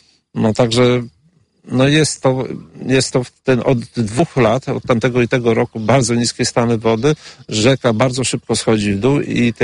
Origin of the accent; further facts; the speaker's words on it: Wizna, Podlaskie Voivodeship, Poland; Tak, jestem z Wizny i tutaj jestem rolnikiem.